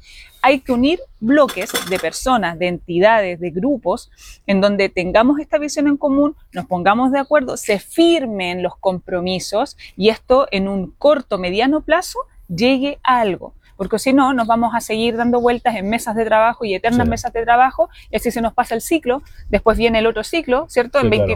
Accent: Concepción, Biobío, Chile; now in Iquique, Chile; Yo soy de Concepción

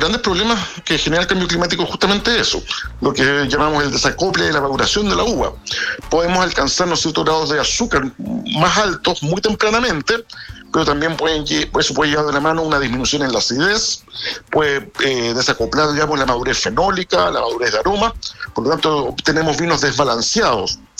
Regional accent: Santiago, Santiago Metropolitan Region, Chile; born there; Yo soy santiaguino

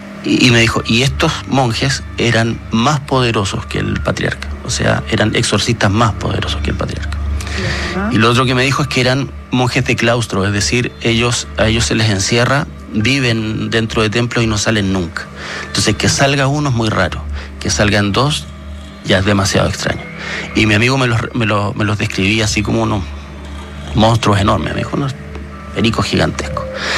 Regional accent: Magallanes and Chilean Antarctica, Chile; now in Santiago, Chile; yo soy de Magallanes

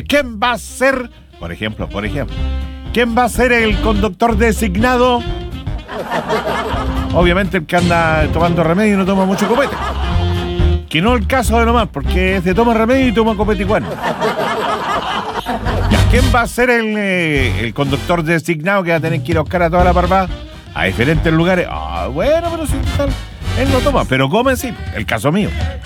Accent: Chile; como somos los chilenos y las chilenas

